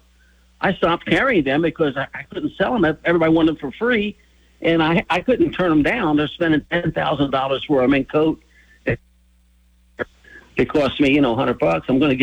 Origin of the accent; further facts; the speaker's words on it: Cincinnati, Ohio, United States; I'm born and raised in Cincinnati, Ohio.